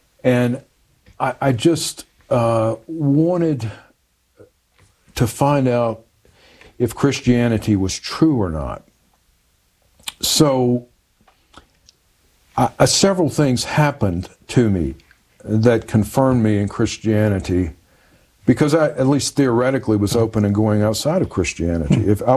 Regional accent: the South, United States; You know, I grew up in the South.

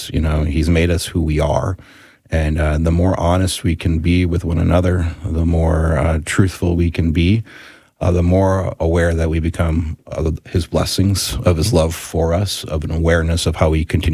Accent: Springfield, Missouri, United States; I grew up in Springfield, Missouri.

